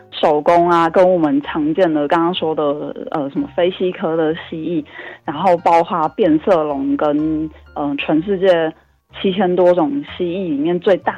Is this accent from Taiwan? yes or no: yes; Taipei, Taiwan; 因为我也是北部人，我小时候住在那个阳明山的山下